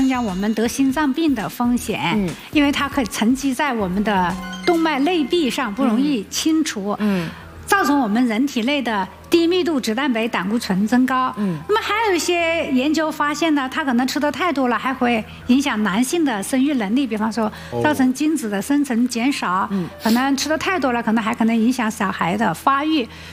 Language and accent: Chinese; China; 我们中国人